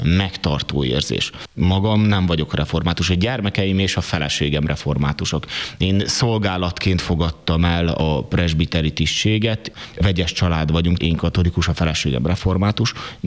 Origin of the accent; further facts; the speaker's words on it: Transylvania, Romania; now in Sárvár, Hungary; Legyenek tisztában a saját identitásukkal, mint székelyek, mint erdélyi emberek, és legyenek tisztában az identitásukkal, mint sárvári, mint ikervári, mint vas megyei emberek, hogy tudják, hogy ide is tartozunk, és oda is tartozunk.